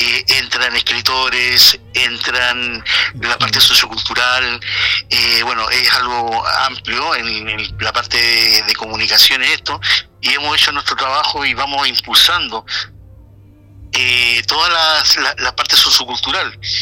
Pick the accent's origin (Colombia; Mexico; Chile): Chile; now in Barcelona, Spain; que nos identifican también aquí en el estilo como chilenos.